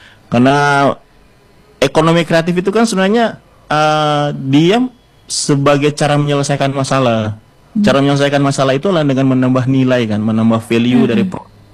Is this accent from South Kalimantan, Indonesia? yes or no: no; Lenganeng, North Sulawesi, Indonesia; Tapi kalau di kampung saya Lenganeng, itu anak-anak muda lebih aktivasinya itu lebih ke ini, membuat parang Kak, beda Lenganeng. Kampung saya Lenganeng, dia mau jadi pandai besi.